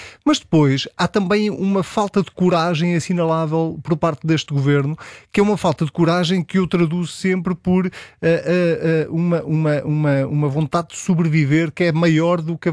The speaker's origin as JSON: {"language": "Portuguese", "country": "Portugal", "said": "enquanto português."}